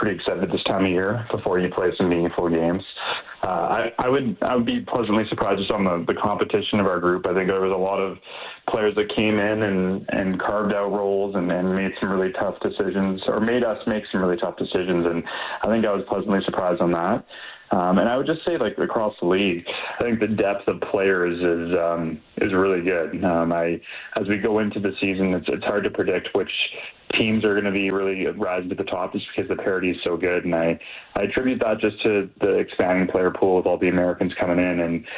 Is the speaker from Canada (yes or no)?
yes; Calgary, Alberta, Canada; I grew up in Calgary, so I grew up watching the Hitmen and the Flames